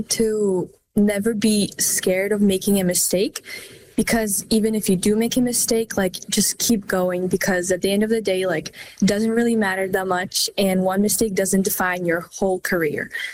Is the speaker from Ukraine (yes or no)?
yes; Ukraine; English is a second language; now in Calgary, Canada; So it was a bit scary at first because I didn't know anything about Canada and I barely spoke English. But so far, like, I see Calgary as my new home and I really enjoy Canada even better than Ukraine.